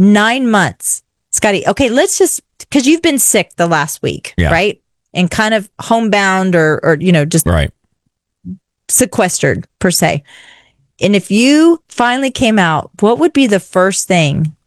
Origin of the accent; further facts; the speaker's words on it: Rio Grande Valley, Texas, United States; now in Austin, United States; I'm from the Rio Grande Valley